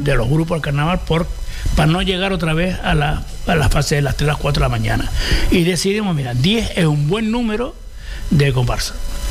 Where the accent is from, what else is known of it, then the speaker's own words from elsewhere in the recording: Canary Islands, Spain; Yo soy buen canario.